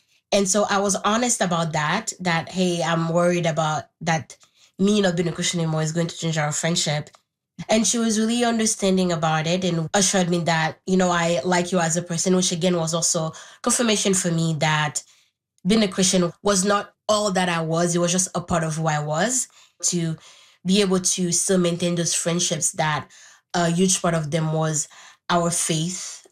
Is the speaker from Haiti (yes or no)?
yes; Haiti; I grew up in Haiti